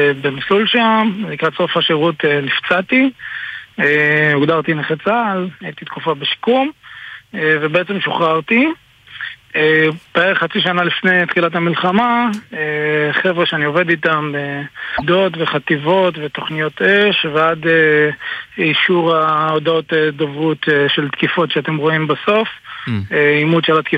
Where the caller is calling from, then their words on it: Southern Israel, Israel; אני מהדרום